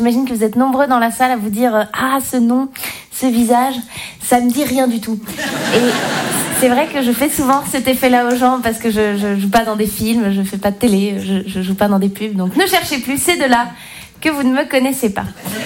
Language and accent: French; Switzerland; Moi je suis Suisse. Et moi, c'est bon. Et donc, comme je viens pas d'ici